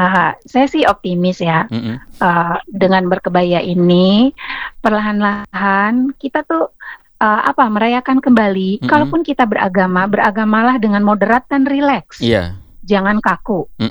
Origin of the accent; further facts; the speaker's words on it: Indonesia; Dan kita bangga menjadi bagian dari warga Nusantara gitu.